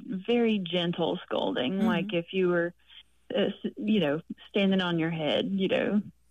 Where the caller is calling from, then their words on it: Shreveport, Louisiana, United States; I'm calling from Shreveport, Louisiana.